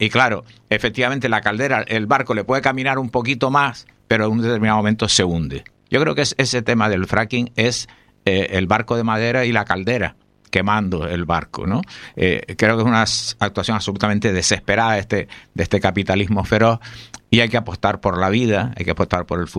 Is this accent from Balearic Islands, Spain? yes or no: no; Canary Islands, Spain; si sabremos también en Canarias, Charo, de la sismicidad